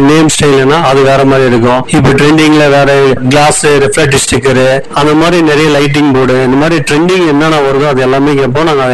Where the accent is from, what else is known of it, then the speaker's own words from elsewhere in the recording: Palacode, Tamil Nadu, India; also born or lived in Hosur; இப்ப பாலக்கோடு எதா என்னுடைய சொந்த ஊரு பாலக்கோடு வந்து பண்ணிட்டு இருக்கிறேன்